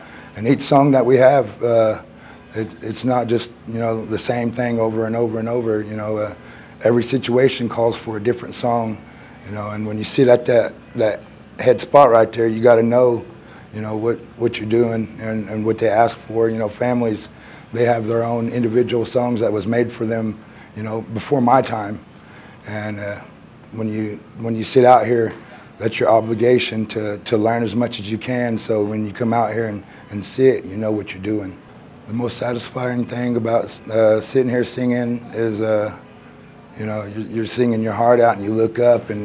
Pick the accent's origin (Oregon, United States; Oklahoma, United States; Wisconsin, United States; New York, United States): Oklahoma, United States; Ponca City; Originally, I'm from Ponca City.